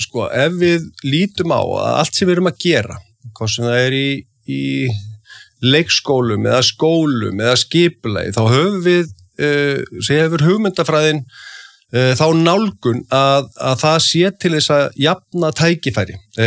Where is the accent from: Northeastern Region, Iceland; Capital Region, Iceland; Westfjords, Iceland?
Capital Region, Iceland; Reykjavík; ég er alinn upp í Breiðholtinu og þetta er allt frábær hverfi.